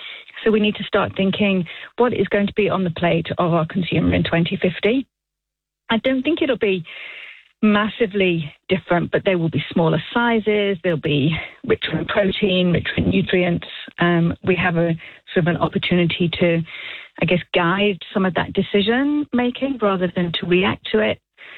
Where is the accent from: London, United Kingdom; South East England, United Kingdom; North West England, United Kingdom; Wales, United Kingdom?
North West England, United Kingdom; Manchester; now in New Zealand; I am. I am from Manchester.